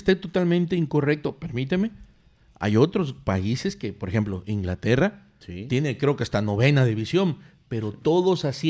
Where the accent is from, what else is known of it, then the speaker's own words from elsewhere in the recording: Mexico; No, pero somos mexicanos